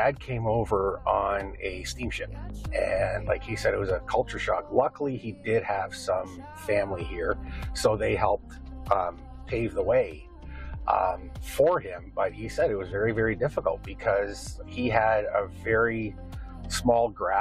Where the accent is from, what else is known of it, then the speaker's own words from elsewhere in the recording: Windsor, Ontario, Canada; first language Ukrainian; English is a second language; my first language was primarily Ukrainian, so it was a big culture shock when I ended up going to school and being put in that different realm. But growing up in Windsor, Windsor is a really, really multi-ethnic community